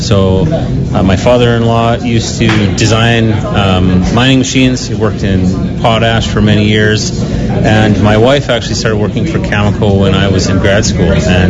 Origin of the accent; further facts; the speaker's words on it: Saskatchewan, Canada; So I'm born and raised in Saskatchewan